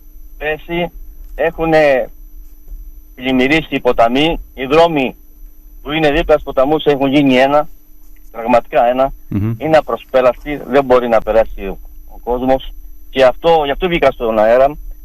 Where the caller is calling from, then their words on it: Korfes, Crete, Greece; στις Κορφές και πιστεύω και στα γύρω χωριά στο Μαλεβίζι, αλλά ειδικά στο χωριό μου στις Κορφές